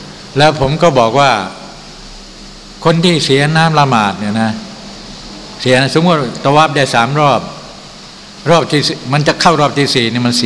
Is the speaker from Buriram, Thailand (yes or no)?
no; Chachoengsao, Thailand; also born or lived in Bangkok; ผมเป็นคนฉะเชิงเทราไม่มีเลือดใต้เลือดอะไรทั้งสิ้นนะฮะแต่ว่าไอ้ต้นตระกูลมาจากไหนผมไม่รู้